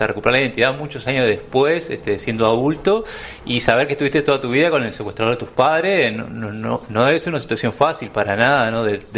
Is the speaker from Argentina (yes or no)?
no; Uruguay; es parte también de nuestra identidad como uruguayos la reconstrucción histórica, ¿no?